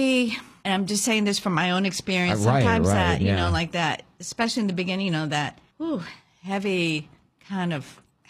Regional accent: Honduras; moved away; I grew up in Honduras.

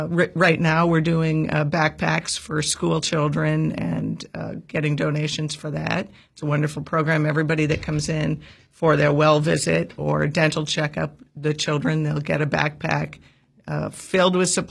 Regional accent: Massachusetts, United States; moved away as an adult; now in North Carolina, United States; I'm from Massachusetts.

